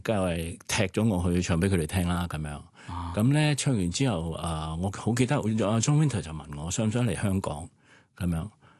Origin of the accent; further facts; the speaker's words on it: Malaysia; 尤其是係我哋馬來西亞人，即係由細到大都講咗四五種啦。